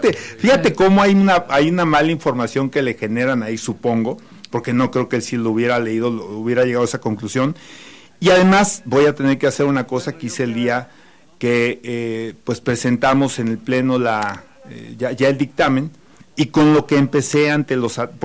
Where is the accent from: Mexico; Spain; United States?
Mexico; Querétaro; no soy de la Ciudad de México, ¿eh? Mi familia, no solamente yo, sino mi familia, mis antecesores, mis ancestros, son más queretanos que...